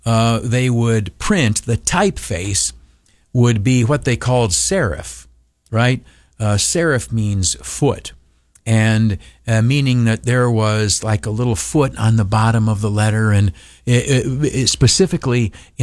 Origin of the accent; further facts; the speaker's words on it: Canisteo, New York, United States; my hometown, Canastillo.